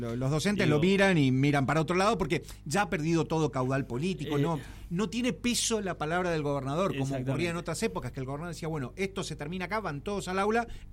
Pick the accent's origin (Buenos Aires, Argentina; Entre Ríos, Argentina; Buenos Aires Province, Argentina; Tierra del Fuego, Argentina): Tierra del Fuego, Argentina; todos los fueguinos